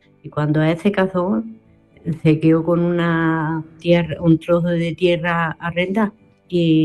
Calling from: Granada, Andalusia, Spain; Enhorabuena por tu premio y … de Granada.

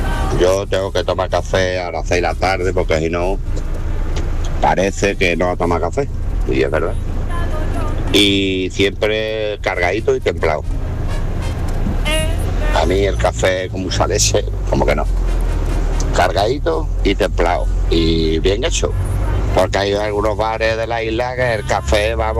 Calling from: San Fernando, Andalusia, Spain; de San Fernando.

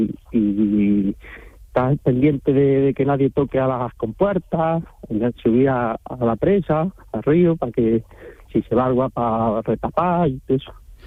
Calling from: Fonelas, Andalusia, Spain

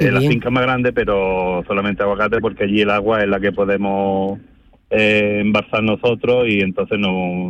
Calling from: Alfarnate, Andalusia, Spain; Yo soy de un pueblecito aquí de Málaga, de Alfarnate.

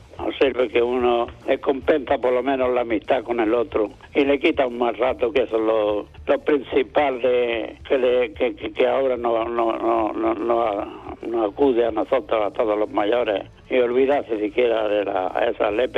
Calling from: Almuñécar, Andalusia, Spain; de Almuñécar.

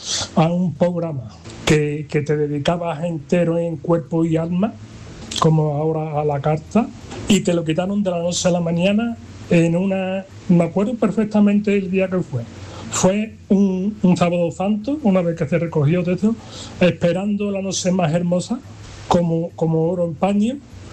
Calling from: Brenes, Andalusia, Spain; de Brenes

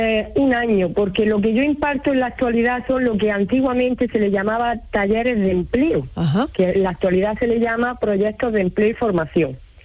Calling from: Granada, Andalusia, Spain; Pues yo estoy en Granada Capital.

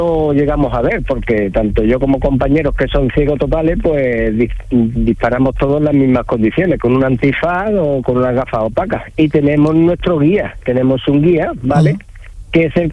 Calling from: Jerez de la Frontera, Andalusia, Spain; yo soy de Jerez, vale. Pero vivo entre el bosque desde hace mucho tiempo y el Gastor, el pueblo de mi pareja.

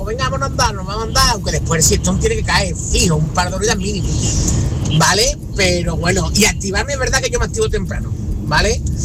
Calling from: Seville, Andalusia, Spain; de Sevilla, hoy en ruta por aquí, por mi tierra.

